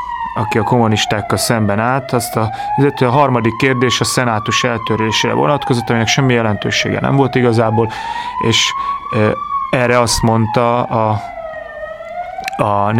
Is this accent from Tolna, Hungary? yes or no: no; Pécs, Baranya, Hungary; én nem pesti vagyok, hanem pécsi alapvetően